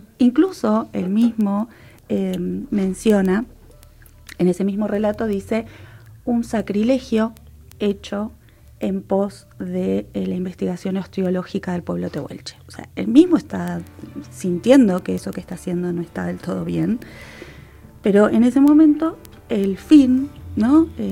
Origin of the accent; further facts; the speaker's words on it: Río Turbio, Santa Cruz, Argentina; Recordemos que yo soy de Río Turbio